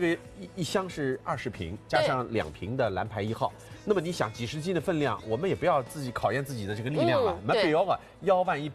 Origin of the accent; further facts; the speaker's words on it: Shanghai, China; 咱们上海人呢，就是怎么讲呢？他也讲究